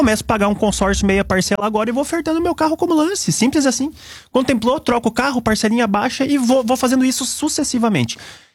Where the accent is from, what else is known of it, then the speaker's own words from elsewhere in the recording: Nova Petrópolis, Rio Grande do Sul, Brazil; pelo menos na minha terra, aqui em Nova Petrópolis, né, não nasce dinheiro em árvore.